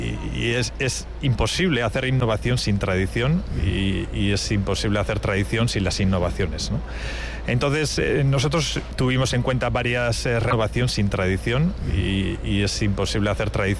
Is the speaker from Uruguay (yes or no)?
no; Basque Country, Spain; also born or lived in Eibar / Elgoibar; Yo suelo decir que soy de Málzaga porque en un lado y en el otro me tienen por el del otro.